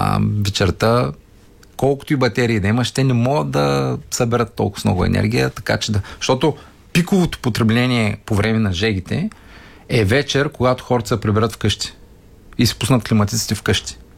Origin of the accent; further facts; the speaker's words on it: Yambol, Yambol Province, Bulgaria; аз съм от Ямбол.